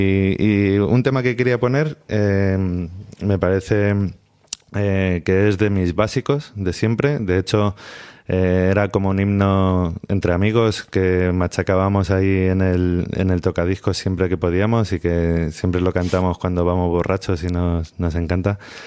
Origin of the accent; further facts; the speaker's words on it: Tomelloso, Castilla-La Mancha, Spain; Antes he dicho que vengo de La Mancha. Mi pueblo, el que considero mi pueblo, que también está en varios, pero en donde me crié, se llama Tomelloso, en Ciudad Real.